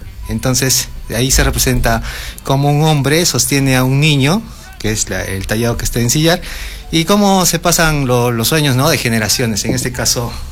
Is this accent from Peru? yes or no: yes; Cerro Colorado district, Arequipa, Peru; yo vengo del distrito de Cerro Colorado.